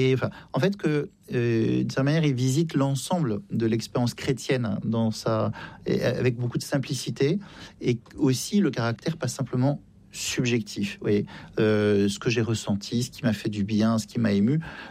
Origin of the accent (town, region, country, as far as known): France